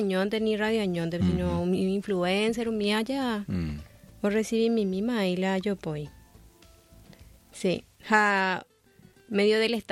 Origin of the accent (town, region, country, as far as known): Paraguay